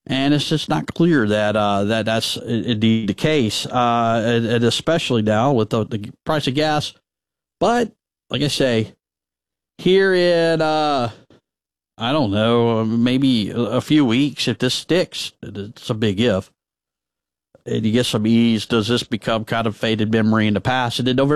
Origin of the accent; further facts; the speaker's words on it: Birmingham, Alabama, United States; now in Fairhope, United States; But growing up in Birmingham, I went to Pelham High School, lived all over this state, and now I finally settled down Fairhope, Alabama, to be precise.